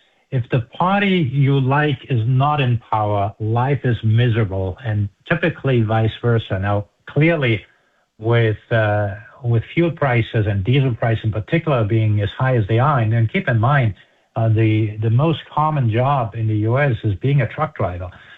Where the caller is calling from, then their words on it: California, United States; I'm talking here from Silicon Valley. I live in a bubble